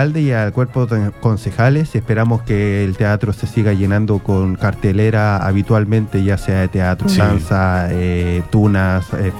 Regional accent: Iquique, Tarapacá, Chile; Gisela y yo, somos iquiqueños de acá de la ciudad

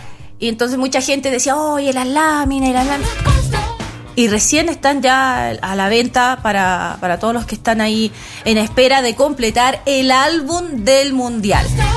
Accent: Chile; Ay, que nosotros como chilenos chismosos.

